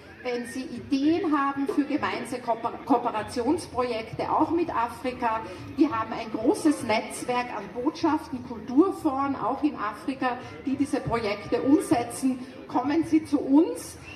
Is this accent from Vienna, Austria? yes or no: yes; Vienna, Austria; Als Wienerin kenne ich ja dieses Festival schon sehr gut.